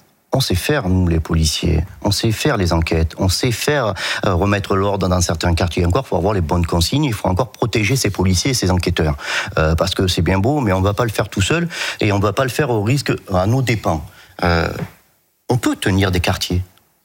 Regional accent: Grenoble, Auvergne-Rhône-Alpes, France; moi je viens de Grenoble, j'ai passé 20 ans à Grenoble.

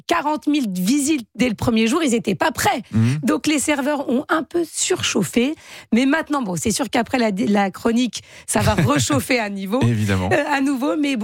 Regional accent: France; chez nous, en France

